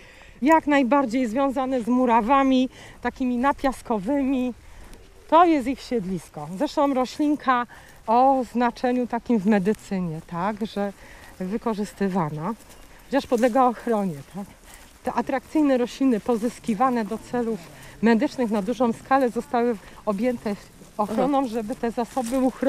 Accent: Silesian Voivodeship, Poland; moved away; Ja jestem z okolic Zawiercia, województwo śląskie.

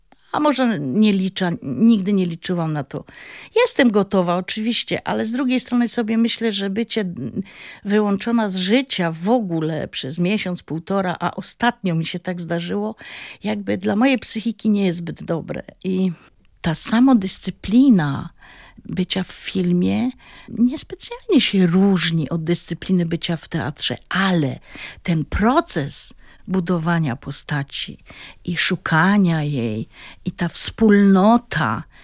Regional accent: Silesian Voivodeship, Poland; accent: Silesian; first language Silesian; Polish is a second language; my Ślązacy. Czasami mam wrażenie, że być Ślązaczką było dla mnie bardzo trudne, ale wydaje mi się, że stało się to moją siłą.

